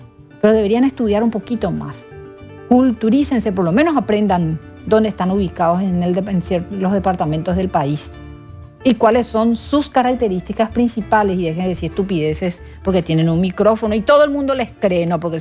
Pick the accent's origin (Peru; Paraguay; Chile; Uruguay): Paraguay; defendiendo un poquito también mi tierra colorada.